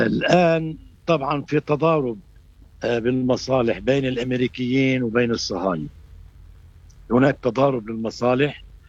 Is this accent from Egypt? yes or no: no; Lebanon; نحن كلبنانيين